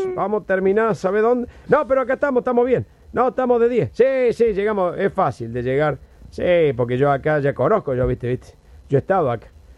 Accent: Córdoba, Argentina; Che, mira, vengo de Córdoba.

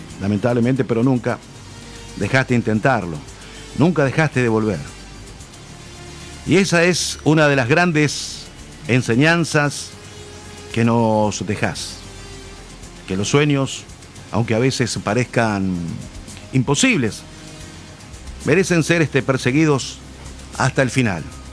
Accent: Argentina

